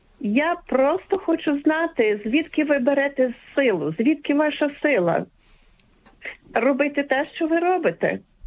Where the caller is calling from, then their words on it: Raleigh, North Carolina, United States; Hi, I'm from Raleigh, North Carolina